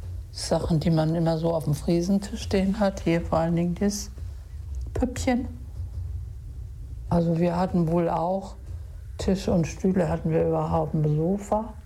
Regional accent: Hanerau-Hademarschen, Schleswig-Holstein, Germany; Ich komme ja aus Schleswig-Holstein, Hanerau-Hademarschen.

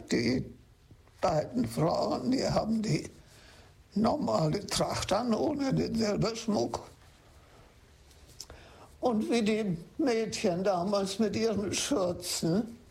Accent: Oldsum, Schleswig-Holstein, Germany; Ich bin hier in Oelzum auf Föhr geboren und bin hier im Johanniterhaus seit 2009.

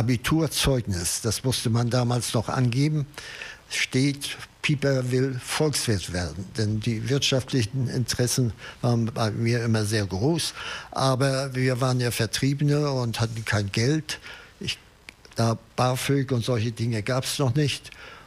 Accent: West Pomeranian Voivodeship, Poland; moved away as an adult; also born or lived in Mecklenburg / Dresden / Berlin / Heidelberg; now in Travemünde, Germany; Wir stammen aus Pommern und ich habe nur Bauern in bei meinen Vorfahren. Und zwar haben die mütterlicherseits auf einer kleinen Insel im Oder-Mündungsgebiet gelebt.

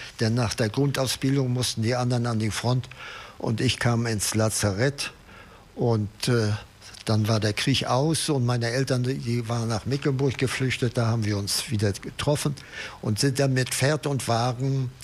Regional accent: West Pomeranian Voivodeship, Poland; Wir stammen aus Pommern und ich habe nur Bauern bei meinen Vorfahren.

